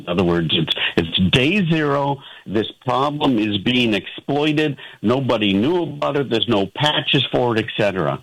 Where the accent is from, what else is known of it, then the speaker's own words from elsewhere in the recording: Northeast, United States; I never had air conditioning growing up in the Northeast.